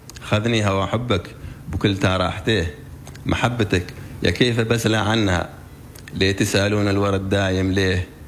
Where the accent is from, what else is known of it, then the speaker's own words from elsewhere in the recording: Oman; accent: Omani; بنسمعها بلهجة عمانية؟ لا،